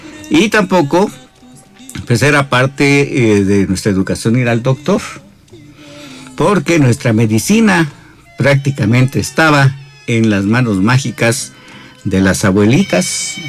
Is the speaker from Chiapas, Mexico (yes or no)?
yes; San Cristóbal de las Casas, Chiapas, Mexico; en aquellos lejanos años en los que crecimos en el San Cristóbal, que pues ya ha cambiado tanto en estos últimos años que estamos viviendo.